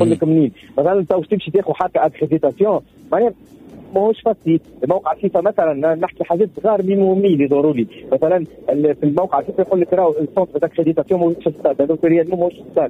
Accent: Tunisia; انا ديما تونسي نبقى ديما تونسي

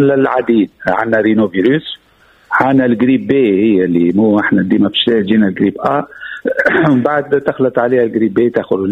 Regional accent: Tunisia; عندنا في تونس

